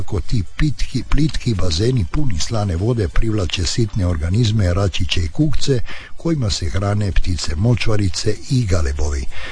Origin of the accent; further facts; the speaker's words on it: Dalmatia, Croatia; Kada se kod nas u Dalmaciji kaže da netko galebari, uglavnom ne mislimo na ptice